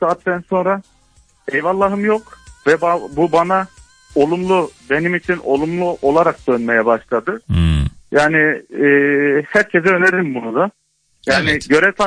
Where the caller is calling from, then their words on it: Ankara, Turkey; Ankara'dan.